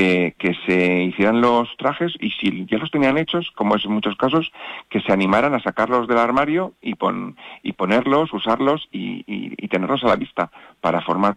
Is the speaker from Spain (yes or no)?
yes; Enguídanos, Castilla-La Mancha, Spain; todos los que somos de Enguídanos, y a mí como alcalde